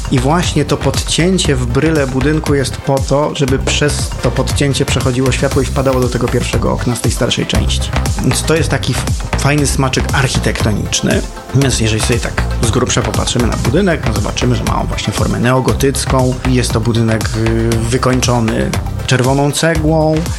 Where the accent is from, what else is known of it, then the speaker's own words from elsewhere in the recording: Kraków, Lesser Poland, Poland; no aczkolwiek właśnie my z Krakowa go znamy przede wszystkim z kamienic.